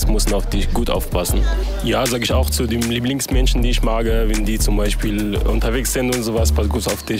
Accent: Morocco; first language Moroccan Arabic; German is a second language; moved away as an adult; now in Dortmund, Germany; Ich komme aus Marokko. Ich liebe hier in der schönen Stadt Dortmund. Meine Muttersprache ist Marokkanisch.

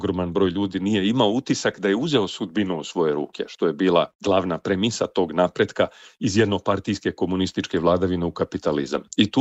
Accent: Serbia; now in Germany; Ja sam samo došao iz Jugoslavije. I onda sam shvatio šta mi sve u novom sistemu prija i šta mi se ne dopada u odnosu novog sistema prema meni, ali ne kao Jugoslovenu ili Srbinu

